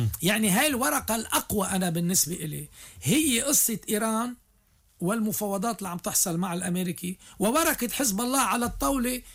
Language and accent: Arabic; Lebanon; نحن كدولة لبنانية